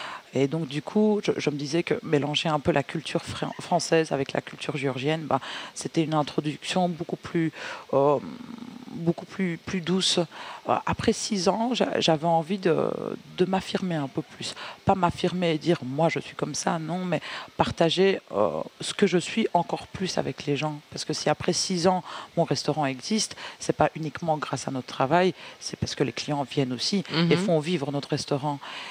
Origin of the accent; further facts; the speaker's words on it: Liège, Wallonia, Belgium; Et j'avais envie de partager ça ici à Liège, parce que au final, j'ai grandi à Liège, ça fait 24 ans que je suis ici.